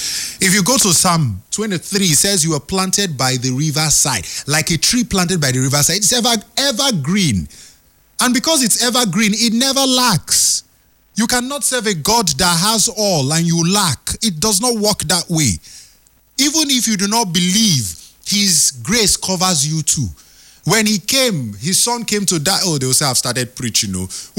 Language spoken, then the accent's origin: English; Nigeria; I'm a proud Nigerian. I know who I am as a Nigerian.